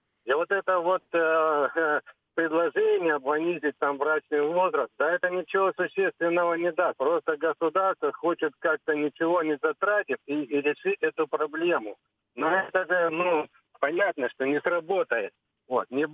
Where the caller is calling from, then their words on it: Krasnodar, Krasnodar Krai, Russia; из Краснодара, постоянный слушатель.